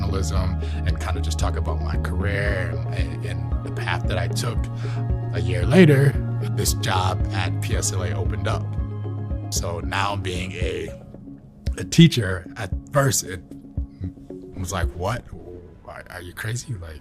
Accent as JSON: {"language": "English", "town": "Syracuse", "region": "New York", "country": "United States", "said": "Because I'm from Syracuse and in a stage of my life where I have kids"}